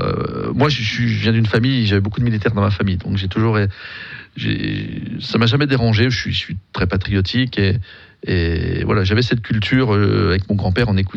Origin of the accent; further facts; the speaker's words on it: Besançon, Bourgogne-Franche-Comté, France; born there; also born or lived in Gray; je suis né à Grez, je suis franc-comtois, je suis né à Grez, j'ai vécu à Grez jusqu'à mes 8 ans, et ensuite je suis venu habiter à Besançon.